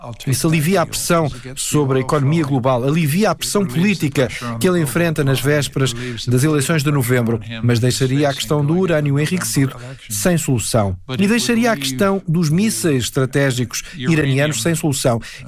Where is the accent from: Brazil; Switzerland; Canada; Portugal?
Canada; eu sou canadiano